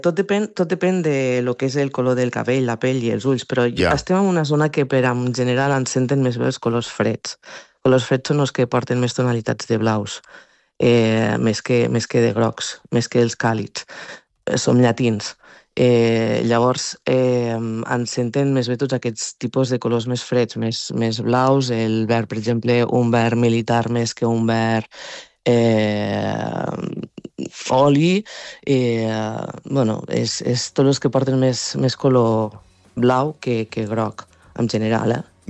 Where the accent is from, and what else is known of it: Mollerussa, Catalonia, Spain